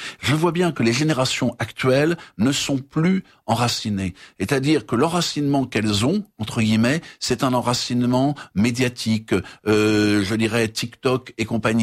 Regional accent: Brittany, France; born there; Je suis breton par naissance, avec d'autres héritages, normands, méno, etc.

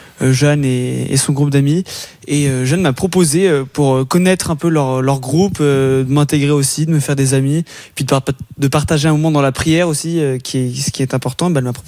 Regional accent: Le Lion-d'Angers, Pays de la Loire, France; je viens du Lyon d'Angers.

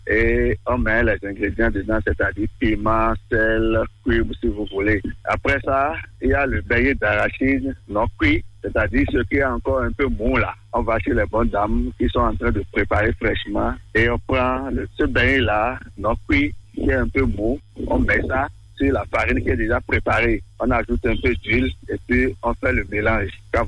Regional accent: Zou, Benin; chez nous à Agonly Covin.

